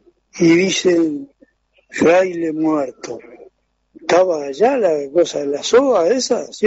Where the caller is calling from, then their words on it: Toledo, Canelones, Uruguay; te habla de acá de Toledo.